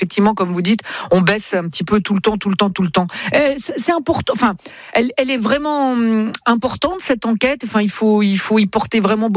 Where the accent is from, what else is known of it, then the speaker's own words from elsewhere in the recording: Italy; Je suis italien, moi. Je parle avec les mains, moi, tu le sais bien.